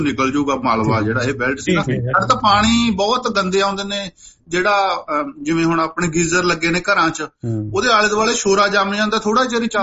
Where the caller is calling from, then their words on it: Punjab, India; ਮੈਂ ਮਾਲਵੇ ਤੋਂ ਹਾਂ ਸਾਡਾ ਨਾ ਖੰਨਾ ਤੇ ਮਲੇਰਕੋਟਲਾ ਏਰੀਆ